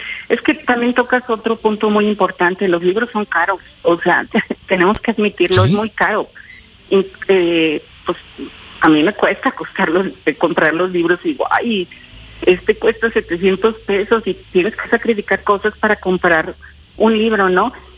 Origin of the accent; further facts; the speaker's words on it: Mexico; yo soy mexicana